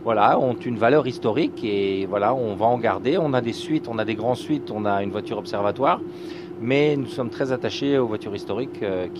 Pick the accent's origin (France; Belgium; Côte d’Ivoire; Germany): Belgium; Liège, Wallonia; moved away; je suis liégeois